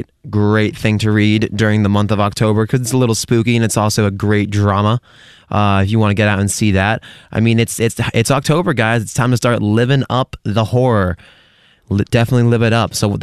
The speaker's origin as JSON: {"language": "English", "region": "Massachusetts", "country": "United States", "tie": "born or raised there", "said": "And for me, growing up in Massachusetts my whole life, Halloween's always been a big thing"}